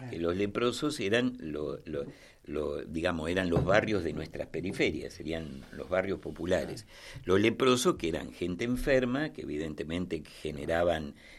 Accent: Bahía Blanca, Buenos Aires Province, Argentina; Sí, yo nací en Bahía Blanca. Y en Bahía Blanca me crié en el barrio obrero de Villa Mitre

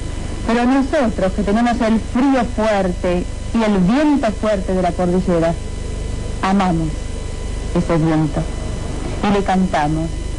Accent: Mapuche territory, Argentina; Yo soy mapuche.

